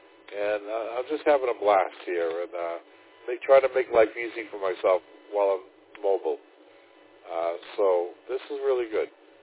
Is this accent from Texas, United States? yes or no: no; Boston, Massachusetts, United States; accent: East Coast; moved away as an adult; now in Florida, United States; Yeah, I'm from Boston, Massachusetts. I moved down here to Florida with my wife.